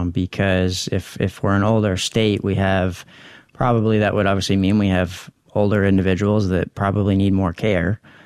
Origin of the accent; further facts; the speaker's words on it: Houlton, Maine, United States; I know that was always something where I'm from. I'm from Holton. So there's a hospital in Holton.